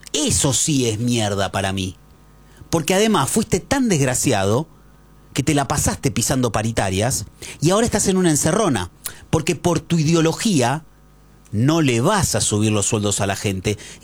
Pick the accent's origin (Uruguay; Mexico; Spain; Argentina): Argentina; a mí me herís como argentino